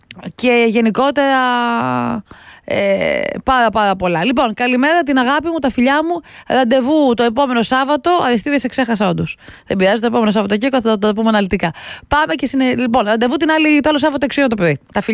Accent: Pyrgos, Western Greece, Greece; moved away; δεν έχω πάει στον πύργο, το χωριουδάκι μου, το όμορφο.

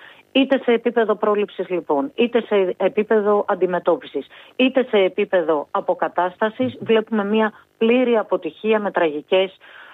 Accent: Eastern Macedonia and Thrace, Greece; Και θα μου επιτρέψετε και μία αναφορά στον τόπο μου. Η μεγαλύτερη πυρκαγιά την καταγράψαμε πριν 2 χρόνια στον Εύρο.

